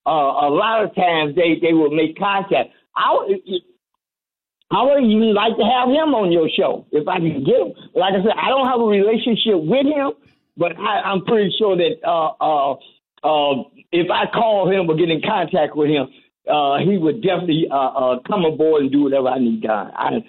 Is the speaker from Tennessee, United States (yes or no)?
no; Detroit, Michigan, United States; growing up in Detroit.